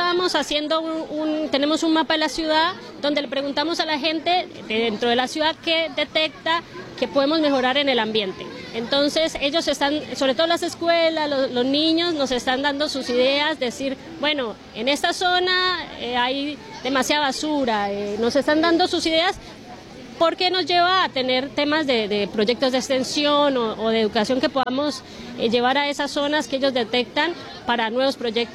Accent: Colombia; moved away as an adult; now in Tacuarembó, Uruguay

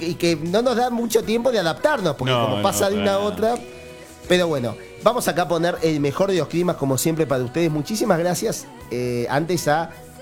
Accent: Uruguay; born there; O sea, nací en Uruguay.

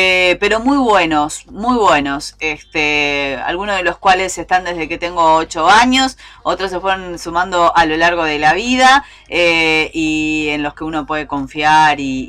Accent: Uruguay; los uruguayos aprovechamos y nos consolamos un poquito

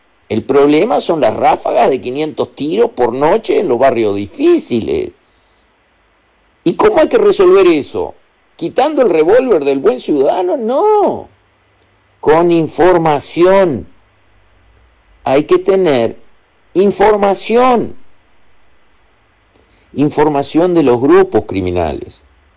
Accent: Uruguay; sabe que soy uruguayo

